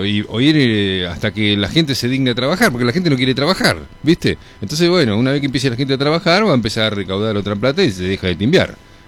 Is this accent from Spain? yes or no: no; Argentina; Para eso somos argentinos